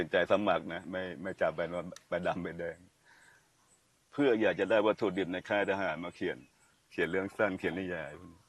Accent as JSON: {"language": "Thai", "region": "Suphan Buri", "country": "Thailand", "moved": "as an adult", "lives_now": "Sangkhla Buri, Thailand", "said": "เราก็เป็นคนพื้นเดียวกับเมืองการนั่นเนาะผมเป็นคนสุพรรณมันก็ใกล้กันมากผมมาอยู่การตั้งแต่เป็นทหารเกณฑ์ปี30"}